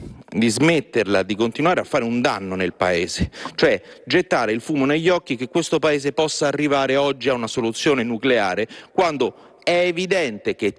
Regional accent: Rome, Lazio, Italy; Io sono romano

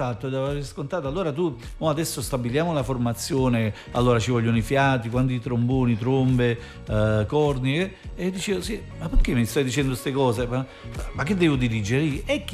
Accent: Naples, Campania, Italy; ma io vengo dall'Arenaccia, ma sicuro che sono io.

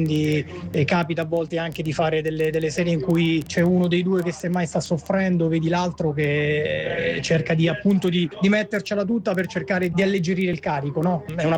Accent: Taranto, Apulia, Italy; Ho fatto onore al mio paese sicuramente, ma anche alla mia città, Ta

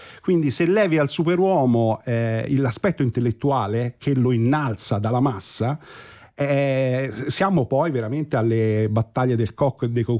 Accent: Pisa, Tuscany, Italy; io sono pisano

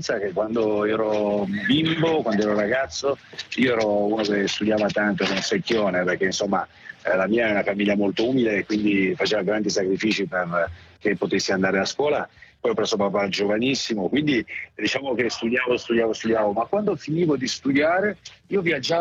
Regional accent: Martina Franca, Apulia, Italy; moved away; ci sia proprio il cuore della mia città di Martina Franca, come della mia Puglia

